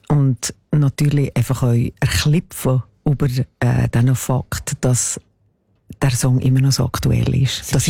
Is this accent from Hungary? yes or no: no; Switzerland; und die Einzigen, die es eigentlich nicht merken, in welchem Paradies das wir leben, sind wir Schweizer